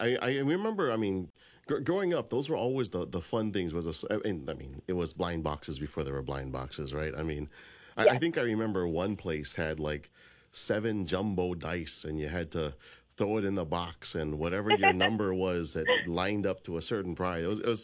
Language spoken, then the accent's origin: English; Honolulu, Hawaii, United States; I grew up in the Manoa area too, so I know exactly where it is.